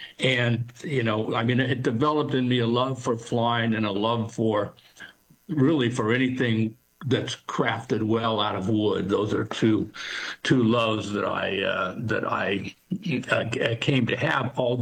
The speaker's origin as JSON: {"language": "English", "town": "Seattle", "region": "Washington", "country": "United States", "tie": "born or raised there", "said": "And as I grew up in Seattle, I grew up with two thoughts in my head."}